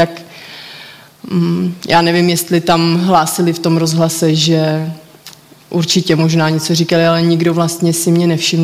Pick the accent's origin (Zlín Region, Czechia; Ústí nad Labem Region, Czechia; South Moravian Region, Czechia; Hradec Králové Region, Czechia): Ústí nad Labem Region, Czechia; Most; Tak já pocházím z Mostu a narodila jsem se vlastně do takové rodiny